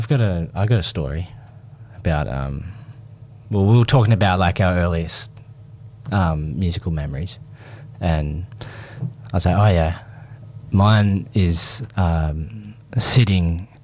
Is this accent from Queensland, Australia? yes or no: no; Tumut, New South Wales, Australia; In Tumut. Yeah, which is down 12 hours away near Gundagai.